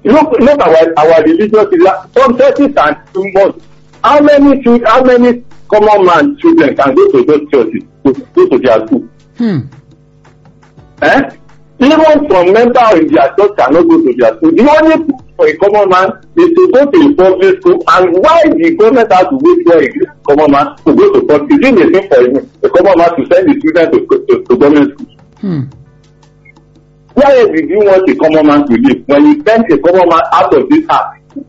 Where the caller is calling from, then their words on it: Apatata, Nigeria; from Apatata.